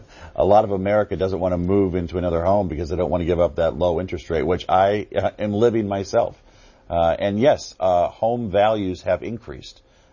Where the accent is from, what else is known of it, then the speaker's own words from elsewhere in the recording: Nebraska, United States; Well, in my home state, the price of corn and soybeans and beef, obviously.